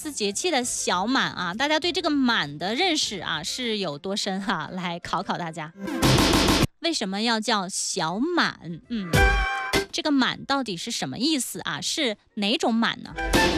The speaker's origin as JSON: {"language": "Chinese", "country": "China", "said": "我们中国人"}